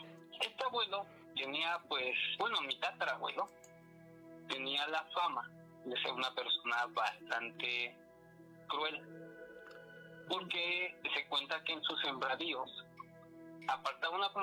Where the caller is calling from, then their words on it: Mexico City, Mexico; Nos escuchamos desde la alcaldía Venustiano Carranza.